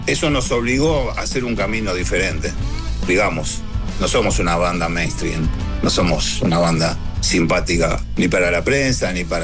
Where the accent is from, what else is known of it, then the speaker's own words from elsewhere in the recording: Argentina; nacimos en Argentina y somos argentinos